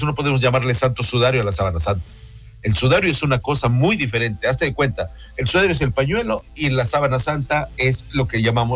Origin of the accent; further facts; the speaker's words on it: Mexico; A nivel religioso, yo soy totalmente mariano. Soy mexicano total.